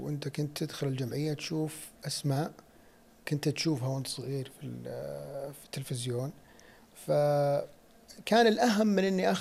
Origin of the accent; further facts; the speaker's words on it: Saudi Arabia; عندنا في السعودية